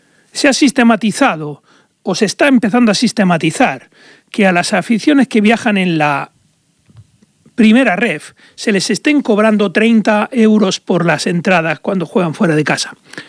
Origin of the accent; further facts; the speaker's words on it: Torre Pacheco, Region of Murcia, Spain; por mucho que sea ese día fiesta en mi pueblo, en Torre Pacheco